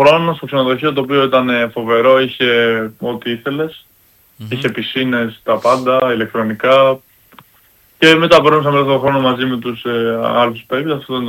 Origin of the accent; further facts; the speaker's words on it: Greece; Όταν τους είπα ότι είμαι από την Ελλάδα